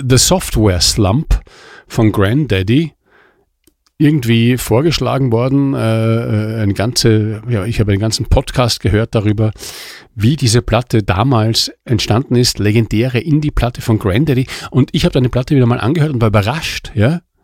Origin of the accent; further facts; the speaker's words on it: Mantua, Lombardy, Italy; ich bin schon beim ersten Mal so abgeschwiffen, weil ich von meiner Heimat Mantua so begeistert bin, ja. Wie alle ItalienerInnen, ja.